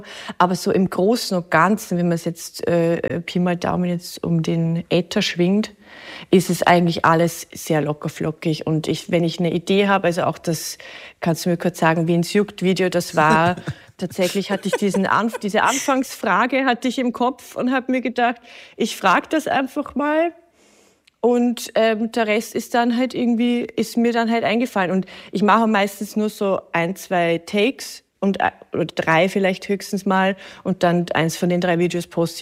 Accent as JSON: {"language": "German", "town": "Straubing", "region": "Bavaria", "country": "Germany", "said": "Also das ist so ein bisschen einfach so eine niederbayerische Figur. Ich komme ja aus Straubing."}